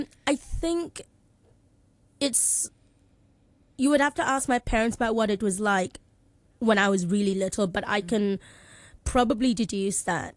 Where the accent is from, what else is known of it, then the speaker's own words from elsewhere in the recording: Hong Kong; growing up in Hong Kong is also actually really lovely because it's such a melting pot of cultures